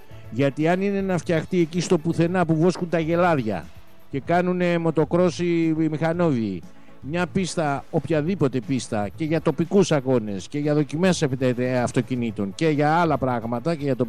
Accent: Nafpaktos, West Greece, Greece; born there

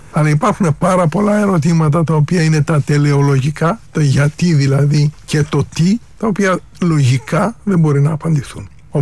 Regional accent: Greece; Θα προτιμούσα εδώ, στην πατρίδα μου, σίγουρα. Εντάξει, αλλά η Ελλάδα δυστυχώς είναι κάποια θλίψη για μένα, η Ελλάδα.

